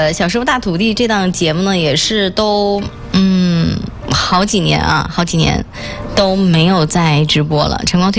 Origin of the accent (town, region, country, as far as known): Northeast China, China